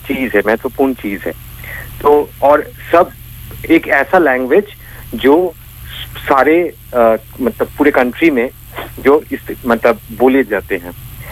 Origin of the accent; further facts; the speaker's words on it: West Bengal, India; Hindi is a second language; मैं बंगाली हूँ तो बंगाली उसके हमेशा बोलते हैं कि हिंदी नहीं बोल सकते